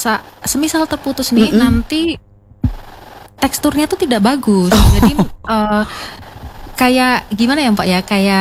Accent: Central Java, Indonesia; now in Papua, Indonesia; Saya malah dari Jawa Tengah.

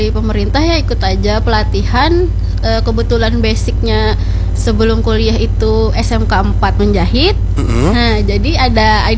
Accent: Banjarmasin, South Kalimantan, Indonesia; Asli Banjarmasin enggak?

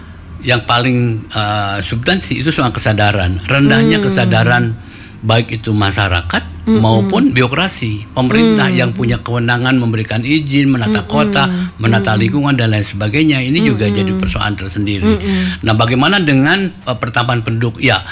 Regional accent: Cimahi, West Java, Indonesia; Saya dari Cimahi.

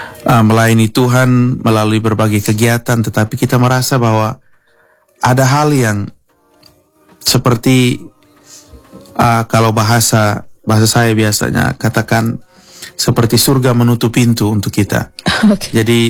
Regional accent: Kupang, East Nusa Tenggara, Indonesia; Kalau kita orang Kupang kan bilang sudah

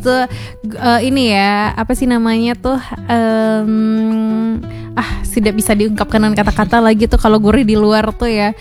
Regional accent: West Sumatra, Indonesia; Nah jadi mungkin ya namanya juga kita orang Minang ya

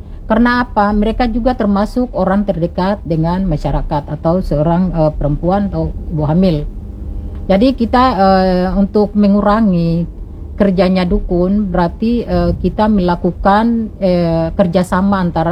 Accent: Maluku, Indonesia; kita orang Maluku

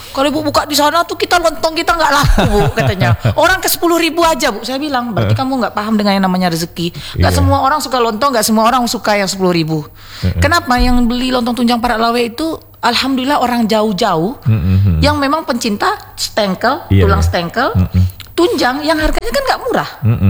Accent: Padang, West Sumatra, Indonesia; Saya besar dan lahir di Parak Laweh.

